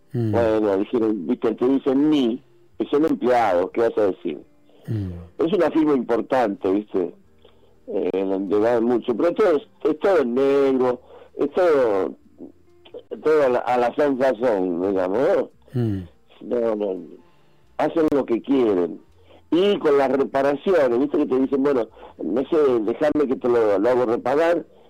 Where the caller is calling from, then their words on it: Villa Ballester, Buenos Aires Province, Argentina; de Villa Ballester.